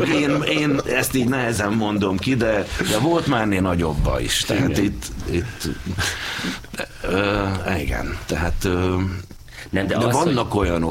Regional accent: Hungary

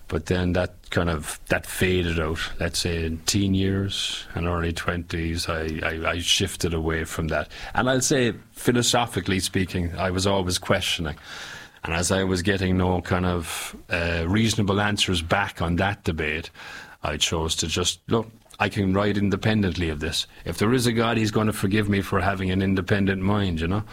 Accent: Ireland; Okay, I grew up in Ireland. It was okay. I was born in the 70s. I grew up in the 80s.

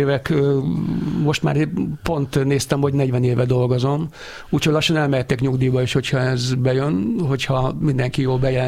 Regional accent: Budapest, Hungary; Én a 11. kerülethez tartom magam, mert én ott születtem, ott jártam iskolába, Vodába, egyébként meg Erzsébeten laktunk

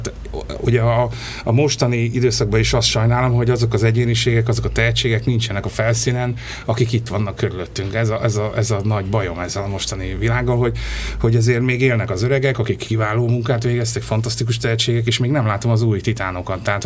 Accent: Hungary; Most ha itt te születtünk, akkor miért ne vágjuk már egyrészt jó pofát hozzá, másrészt hihetetlen jó helyen élünk.

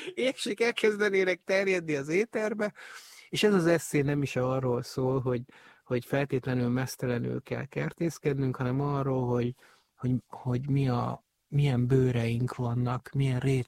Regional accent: Abda, Győr-Moson-Sopron, Hungary; mert vidéken nőttem fel egy kis faluban, Dunántúlon, Abdán, Győr mellett, és az egész családom kertészkedett, rengeteg gyümölcsfánk volt, meg minden.

